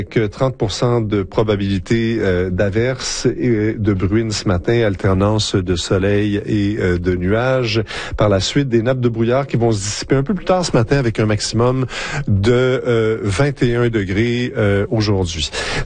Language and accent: French; Montreal, Quebec, Canada; parce que moi je viens de Montréal